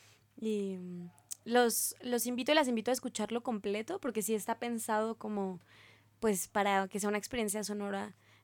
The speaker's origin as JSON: {"language": "Spanish", "region": "Mexico City", "country": "Mexico", "moved": "yes", "lives_now": "Guadalajara, Mexico", "said": "Yo ahorita vivo en Guadalajara, pero ya me voy a mudar a Ciudad de México. Yo soy de Ciudad de México, pero ya me mudo en 2 semanas."}